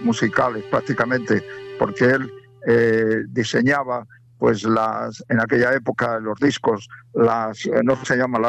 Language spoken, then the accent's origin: Spanish; Ávila, Castile and León, Spain; Yo soy de Ávila, por cierto.